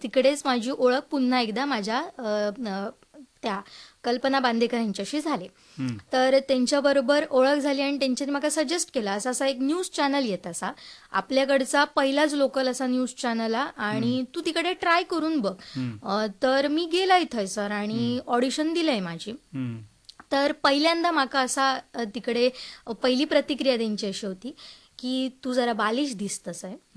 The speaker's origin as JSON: {"language": "Marathi", "town": "Aros", "region": "Maharashtra", "country": "India", "tie": "born or raised there", "moved": "as an adult", "lives_now": "Sawantwadi, India", "said": "मी मूळचा आरोस गावचा, आरोस दांडेली माझा गाव सावंतवाडी तालुक्यातच पडतात, जवळपास सावंतवाडीतून 16 किलोमीटर ह्या लांब असा."}